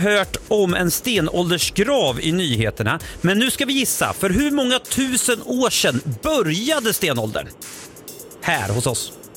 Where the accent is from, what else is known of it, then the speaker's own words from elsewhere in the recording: Lindesberg, Örebro County, Sweden; Jag är från Lindesberg.